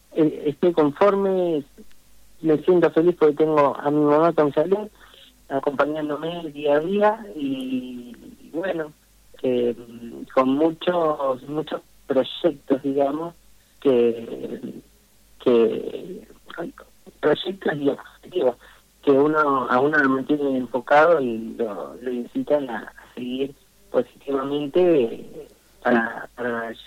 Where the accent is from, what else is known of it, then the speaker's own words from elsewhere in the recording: Moreno, Buenos Aires Province, Argentina; now in Mar del Plata, Argentina; yo en realidad soy oriundo de Moreno, nada más que el conurbano bonaerense. Y allá es un poco más complicado todo, digamos. es mucho más precario, digamos, desde las casas.